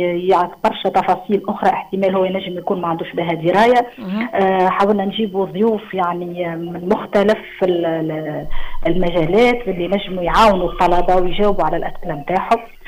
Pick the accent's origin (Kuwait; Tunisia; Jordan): Tunisia; هذه عقلية موجودة عندنا في تونس بصفة خاصة